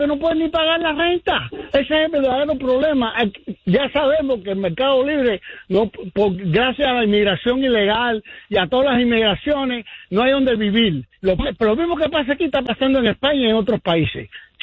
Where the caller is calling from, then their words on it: New Jersey, United States; Sí, de New Jersey.